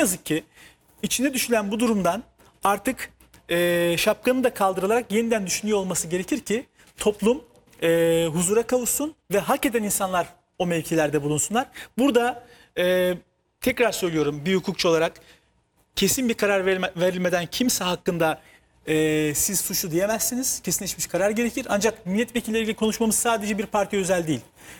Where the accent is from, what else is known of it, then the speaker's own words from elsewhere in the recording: Antalya, Turkey; Benim memleketim olan Antalya'nın Seri'nin yan taraftaki Manavgat'tan